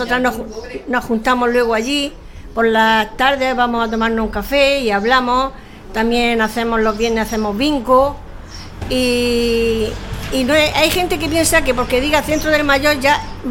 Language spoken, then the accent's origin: Spanish; Spain; born there; moved away as an adult; now in La Olla, Spain; Nací en la pedanía de Marchena. Pero me vine aquí cuando tenía 20 años